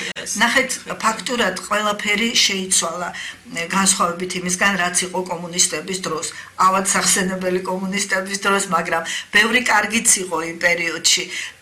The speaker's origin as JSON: {"language": "Georgian", "region": "Tbilisi", "country": "Georgia", "tie": "born or raised there", "said": "დავამთავრე თბილისის 30-ე საშუალო სკოლა. ეს მდებარეობს კიევის ქუჩაზე. მან გავიზარდე ჩემი ბავშვობის უბანია და დღემდე ძალიან მიყვარს."}